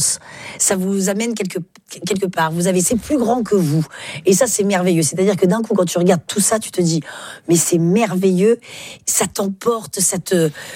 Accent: Occitanie, France; Oui, bah, faut dire que je viens des Cévennes.

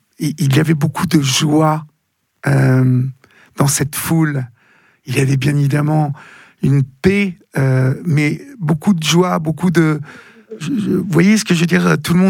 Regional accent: Paris, Île-de-France, France; Je suis parisien et donc je vois, enfin, j'habite à Paris

